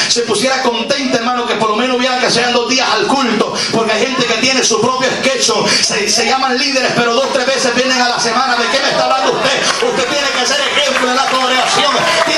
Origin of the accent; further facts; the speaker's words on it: El Salvador; mi país, El Salvador